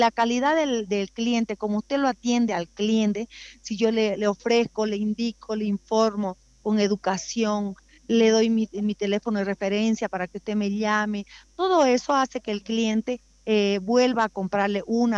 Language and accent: Spanish; eastern lowlands, Bolivia; yo soy Camba, vengo de 36 grados de temperatura, Ayayagua.